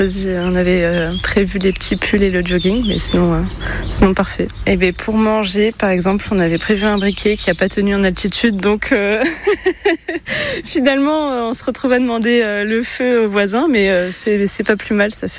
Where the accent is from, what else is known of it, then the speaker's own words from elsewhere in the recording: Bordeaux, Nouvelle-Aquitaine, France; Moi, je suis Bordelaise. Donc maintenant, il me fait découvrir l'Auvergne.